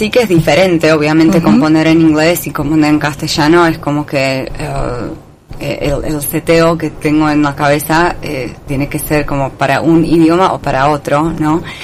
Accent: Nitra, Nitra Region, Slovakia; En la tapa soy yo de niña, en Eslovaquia, en nuestra casa.

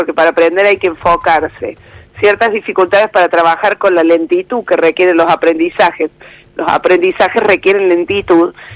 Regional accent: Córdoba, Argentina; accent: Cordoban; yo soy cordobesa.

